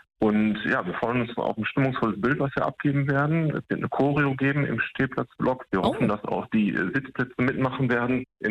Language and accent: German; Dortmund, North Rhine-Westphalia, Germany; Ich habe es ein paar Mal in Dortmund erlebt, vom Kern bin ich Dortmunder, Borusse und es hat immer Spaß gemacht mit denen.